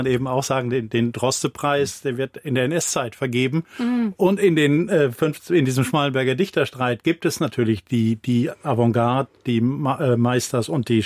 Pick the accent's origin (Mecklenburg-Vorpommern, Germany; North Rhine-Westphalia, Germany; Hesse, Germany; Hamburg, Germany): North Rhine-Westphalia, Germany; Bei Karneval müsste ich als Westfale sagen, bin ich raus